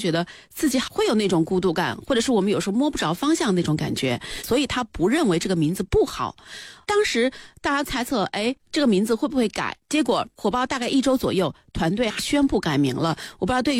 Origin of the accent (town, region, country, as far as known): China